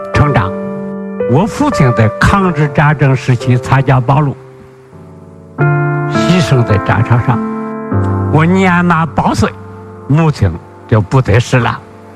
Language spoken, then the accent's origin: Chinese; Pingshan County, Hebei, China; 我来自河北省平山县南公路沟村人，